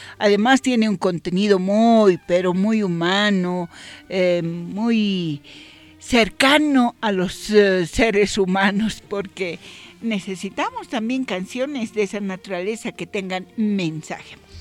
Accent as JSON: {"language": "Spanish", "country": "Bolivia", "said": "somos bolivianos"}